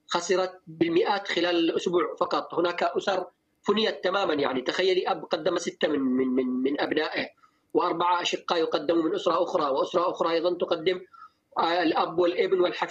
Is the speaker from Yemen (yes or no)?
yes; Yemen; وما نحن نؤمن به كيمنيين ومتأكدين منه كذلك